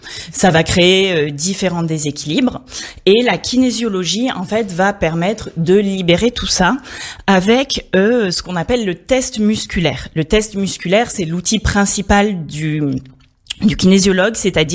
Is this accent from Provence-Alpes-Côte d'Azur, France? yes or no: yes; Marseille, Provence-Alpes-Côte d'Azur, France; moved away; also born or lived in Paris / Canada; Alors moi je suis originaire de Marseille, par contre j'ai surtout travaillé à Paris et à l'étranger, notamment au Canada